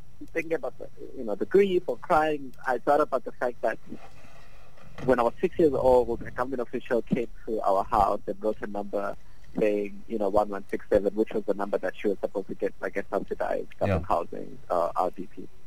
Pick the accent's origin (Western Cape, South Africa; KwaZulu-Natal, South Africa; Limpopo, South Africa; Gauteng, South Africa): KwaZulu-Natal, South Africa; Durban; I grew up in Township, KwaMashu, and in former settlements in Inanda.